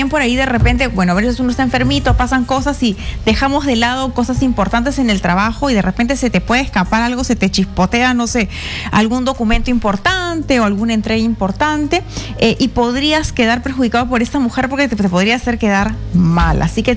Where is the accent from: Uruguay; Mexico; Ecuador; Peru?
Peru; moved away as an adult; also born or lived in Argentina